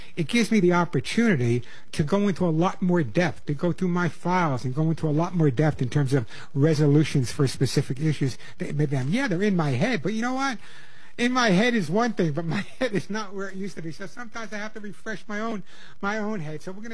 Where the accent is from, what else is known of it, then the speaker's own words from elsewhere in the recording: New York, United States; Yeah, I know, I'm from New York. I lost my accent, but I still have a little of it.